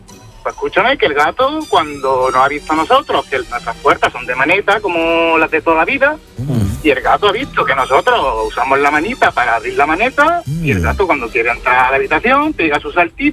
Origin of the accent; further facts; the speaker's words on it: Moriles, Andalusia, Spain; now in Palma de Mallorca, Spain; soy de Córdoba, soy de un pueblecito de Córdoba.